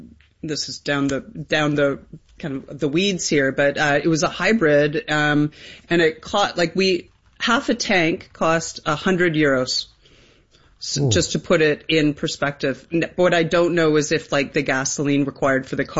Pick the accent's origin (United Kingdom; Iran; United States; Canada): Canada; But being a Canadian is a good passport to have.